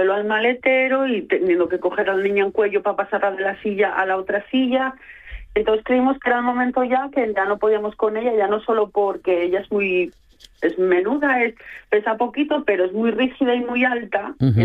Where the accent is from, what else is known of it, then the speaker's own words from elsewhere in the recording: Gijón, Asturias, Spain; En este caso nosotros somos de Gijón, la llevamos a Oviedo